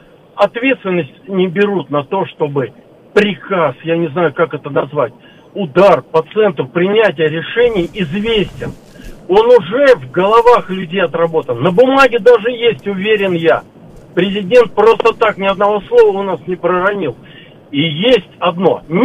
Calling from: Moscow, Russia; я из Москвы.

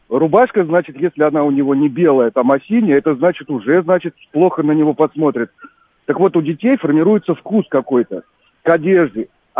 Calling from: Moscow, Russia; я из Москвы.

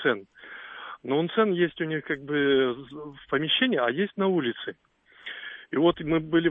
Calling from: Khabarovsk, Khabarovsk Krai, Russia; из Хабаровска.

